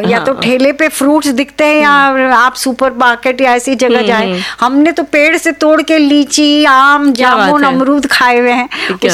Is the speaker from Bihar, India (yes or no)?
no; Dehradun, Uttarakhand, India; बचपन में तो मुझे याद है कि गर्मी, सिंस मैं देहरादून से हूँ तो देहरादून का मौसम अभी भी वैसे बहुत अच्छा है